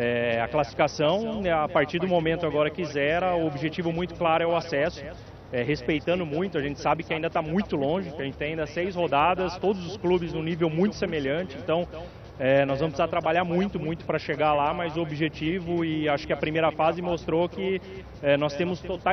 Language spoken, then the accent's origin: Portuguese; São Paulo, Brazil; moved away as an adult; now in Brusque, Brazil; Eu tenho origem em São Paulo, né? Sou de São Paulo, trabalhei muitos anos no interior de São Paulo